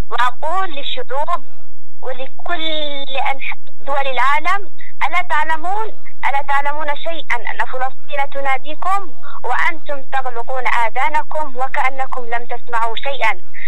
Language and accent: Arabic; Yemen; وأننا نحن أبناء اليمن أشبالا أشبال، نحن أبناء الأسود